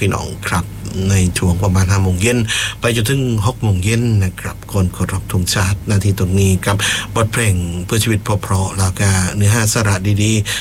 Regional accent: Phuket, Thailand

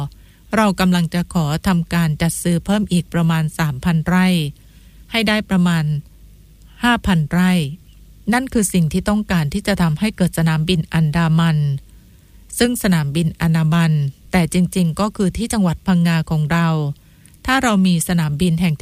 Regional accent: Southern Thailand, Thailand; ในพื้นที่14จังหวัดภาคใต้ที่พวกเราชาวใต้สูญเสียโอกาสมาอย่างยาวนาน

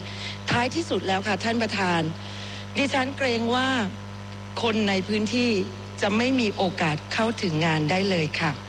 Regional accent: Phuket, Thailand; ดิฉันในฐานะชาวใต้คนหนึ่งจากจังหวัดภูเก็ต

